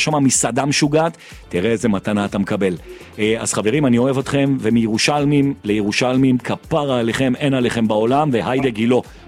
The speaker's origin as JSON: {"language": "Hebrew", "town": "Jerusalem", "region": "Jerusalem District", "country": "Israel", "said": "כי גם אני"}